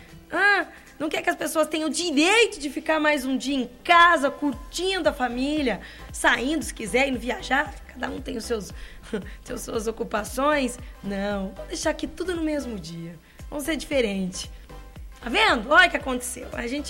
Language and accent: Portuguese; Limeira, São Paulo, Brazil; born or raised there